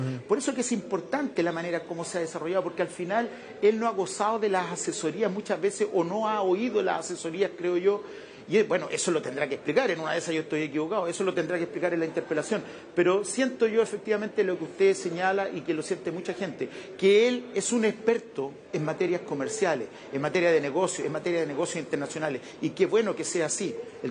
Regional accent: Chile; yo soy chileno

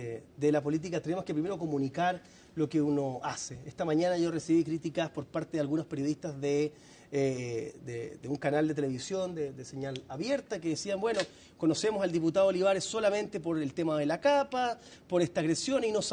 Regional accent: Chile; Obviamente como chileno creo que los aranceles nos perjudican a nosotros y perjudican a otras economías pequeñas.

